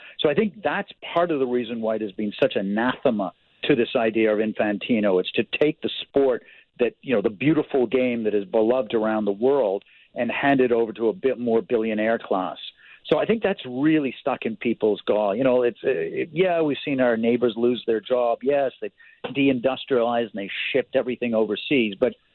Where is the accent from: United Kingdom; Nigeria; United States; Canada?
Canada; being Canadian